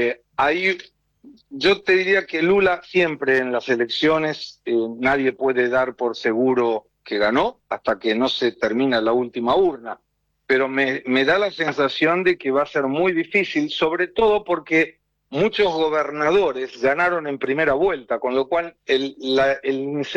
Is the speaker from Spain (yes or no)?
no; Argentina; now in São Paulo, Brazil; Soy el único argentino que tiene un programa propio en la televisión brasileña